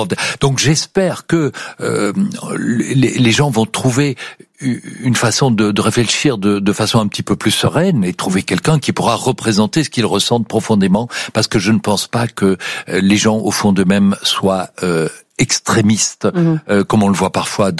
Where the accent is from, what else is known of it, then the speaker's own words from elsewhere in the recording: Belgium; now in France; Je suis belge.